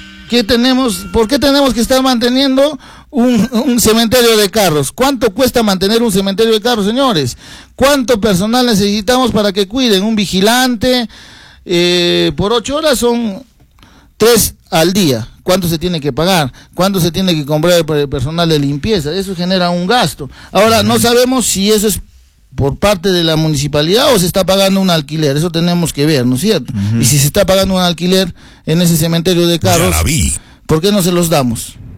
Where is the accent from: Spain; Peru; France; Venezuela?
Peru; Arequipa